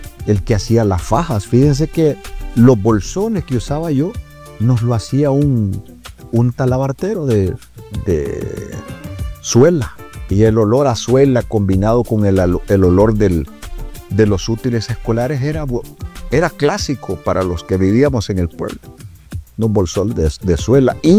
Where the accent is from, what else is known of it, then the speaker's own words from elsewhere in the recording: Choluteca, Honduras; now in Tegucigalpa, Honduras; Allá en mi pueblo donde yo me crié, en Choluteca